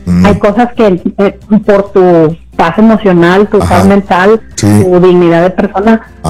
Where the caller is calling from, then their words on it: Coahuila, Mexico; Soy del norte, soy de Coahuila.